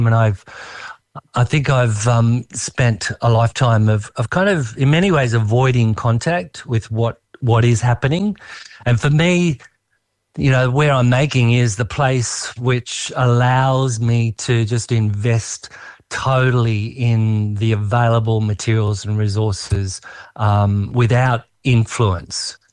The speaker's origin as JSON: {"language": "English", "town": "Wagga Wagga", "region": "New South Wales", "country": "Australia", "tie": "born or raised there", "moved": "yes", "said": "I was born and raised in Wagga, so not too far away."}